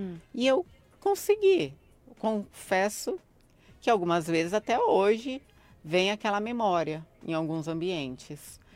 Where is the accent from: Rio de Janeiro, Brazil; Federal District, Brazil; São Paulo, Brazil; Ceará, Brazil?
São Paulo, Brazil; Guaratinguetá; born there; eu passei essa Páscoa na chácara do meu pai, que foi onde eu nasci, na cidade de Guaratinguetá.